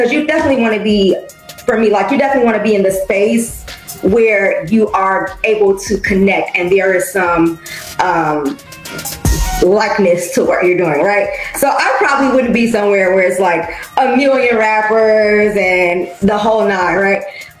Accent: Chicago, Illinois, United States; One, I'm from Chicago.

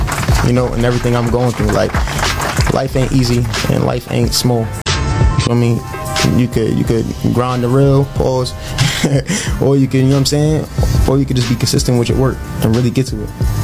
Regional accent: Queens, New York, United States; also born or lived in Brooklyn; I was born in Brooklyn, you know? That's the family, but I'm also in Queens too. You know what I'm saying? I grew up out there too.

